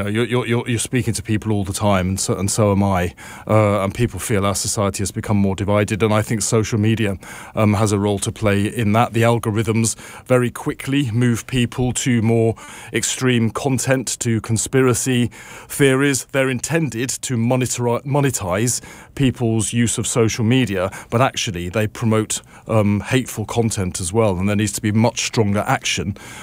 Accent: England, United Kingdom; I'm British, I'm English, I'm a Christian.

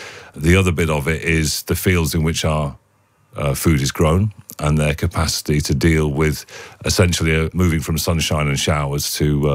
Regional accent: Barnsley, Yorkshire and the Humber, United Kingdom; I'm from Barnsley, and I grew up in Barnsley when the mines were just about still open.

